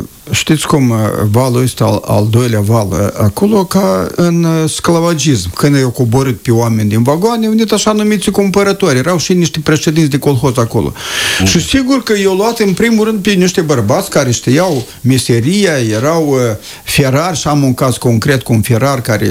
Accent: Căușeni, Căușeni District, Moldova; eu sunt din Căușeni, am prins foști deportați care se adunau ei între dânși și ei între dânși vorbeau.

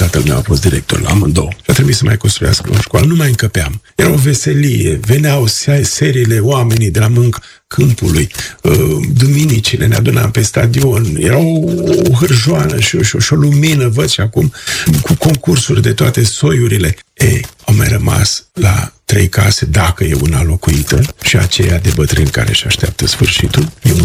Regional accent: Cârja, Vaslui County, Romania; moved away; primarul de acolo a copilărit în Cârja, în satul meu

